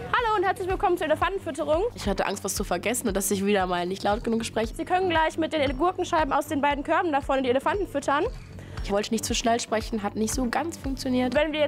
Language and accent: German; Lage, North Rhine-Westphalia, Germany; born there; now in Münster, Germany; Ich komme gebürtig aus Lage, bin jetzt seit Juni hier in Münster für die Ausbildung.